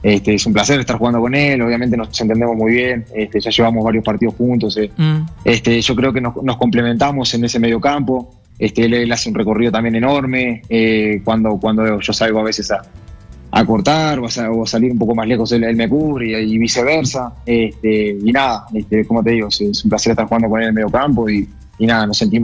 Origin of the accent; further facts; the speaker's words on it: Uruguay; de niño en Uruguay